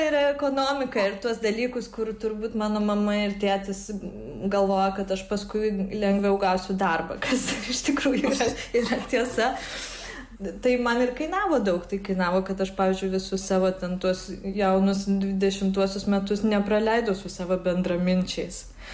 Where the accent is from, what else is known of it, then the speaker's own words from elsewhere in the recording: Vilnius, Vilnius County, Lithuania; moved away as an adult; now in Copenhagen, Denmark; aš esu iš Vilnius, o Kopenhagoje aš gyvenu jau 16 metų.